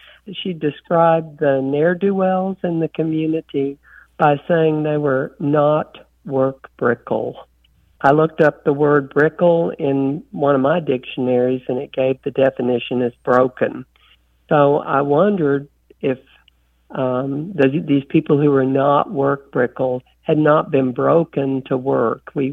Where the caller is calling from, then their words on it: Jackson, Tennessee, United States; Jackson, Tennessee.